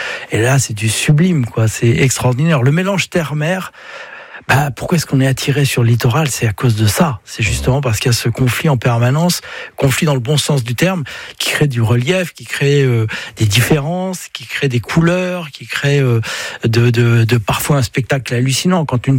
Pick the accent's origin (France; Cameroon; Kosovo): France; Brittany; je suis breton et puis je le ressens profondément.